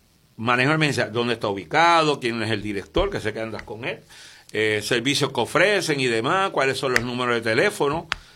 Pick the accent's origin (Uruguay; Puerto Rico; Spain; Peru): Puerto Rico; Aguada; yo soy de Aguada, acuérdate.